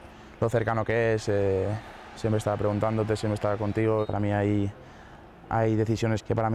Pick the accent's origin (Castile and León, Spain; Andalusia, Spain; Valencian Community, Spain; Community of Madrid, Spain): Valencian Community, Spain; born there; moved away as an adult; En Valencia yo estaba en mi pueblo, con mis amigos